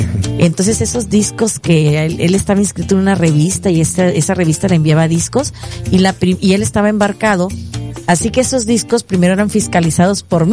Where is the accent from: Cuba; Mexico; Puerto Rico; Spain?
Mexico; Isthmus of Tehuantepec; en mi región del Istmo de Tehuantepec, donde yo nací y crecí